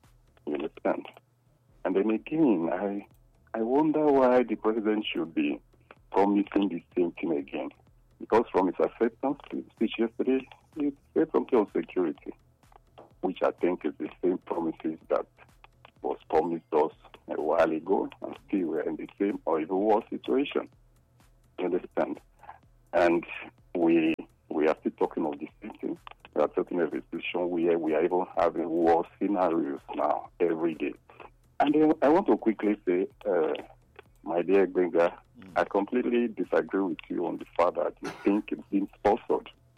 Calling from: Nigeria; from Kenwa Road.

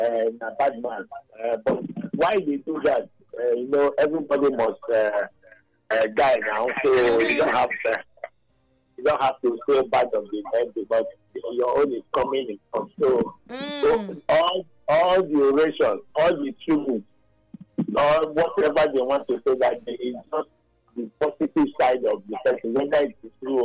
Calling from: Nigeria; from Ubeka Community.

